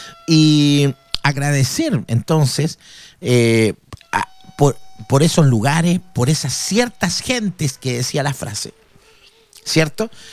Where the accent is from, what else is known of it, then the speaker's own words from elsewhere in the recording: Chile; grande en nuestro país